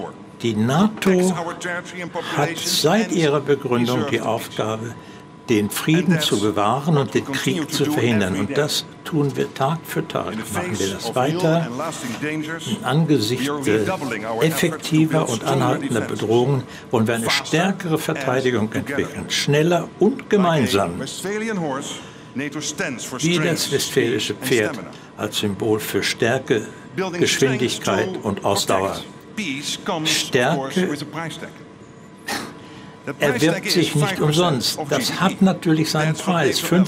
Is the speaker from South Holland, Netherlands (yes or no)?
yes; The Hague, South Holland, Netherlands; Im Jahre 2025 haben Sie sich eingesetzt für das 5%-Ziel in meiner Heimatstadt, Den Haag.